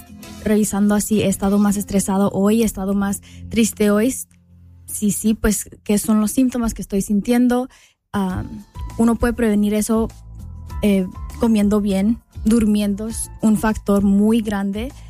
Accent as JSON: {"language": "Spanish", "country": "United States", "tie": "born there", "said": "yo nací aquí en Estados Unidos, pero mis papás son de Chihuahua, México. Tengo 24 años."}